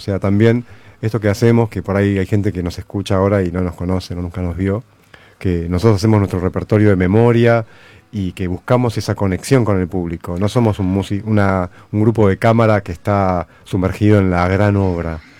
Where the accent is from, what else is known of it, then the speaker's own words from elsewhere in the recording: Lavallol, Buenos Aires Province, Argentina; Que soy de Lavallol.